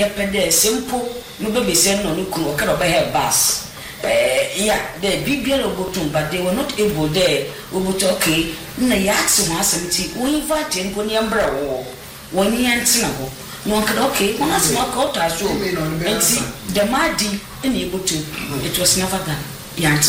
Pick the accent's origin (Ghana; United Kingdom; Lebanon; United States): Ghana; And I find it so much expensive as a Ghanaian.